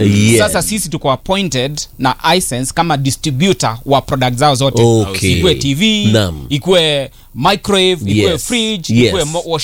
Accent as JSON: {"language": "Swahili", "region": "Kitui County", "country": "Kenya", "said": "Kule kwetu Kitui County ni kialo."}